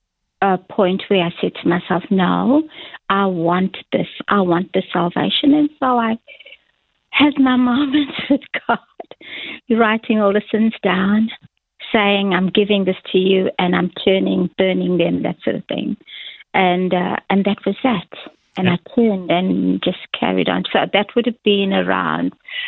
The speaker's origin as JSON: {"language": "English", "town": "Durban", "region": "KwaZulu-Natal", "country": "South Africa", "tie": "born or raised there", "said": "I was born in Durban in 1958. Uh-huh. That's where I was raised, yeah."}